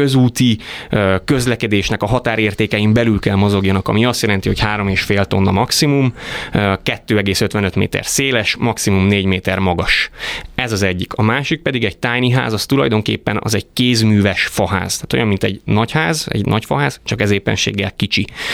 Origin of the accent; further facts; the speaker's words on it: Székely Land, Romania; moved away as an adult; now in Budapest, Hungary; egy klasszikus 21. századi történet az enyém is. Székelyföldi bölcső, Székelyföldön születtem, majd az egyetemet már Budapesten végeztem, a Corvinus Egyetemet, budapesti szerelem, budapesti feleség, budapesti legjobb barátok